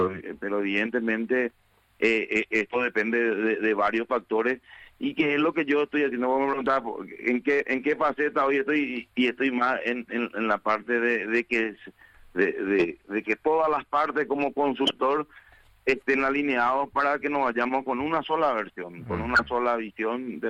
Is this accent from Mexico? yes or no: no; Paraguay; uno como paraguayo uno se siente